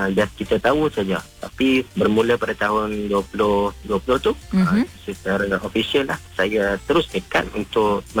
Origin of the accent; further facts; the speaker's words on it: Kampung Sedim, Kedah, Malaysia; Ladang madu kelulut asli Durani yang paling besarnya dekat Kedah, dekat kampung halaman saya, iaitu di Kampung Sedim, Kudim Kedah, dan juga Kampung Bikan.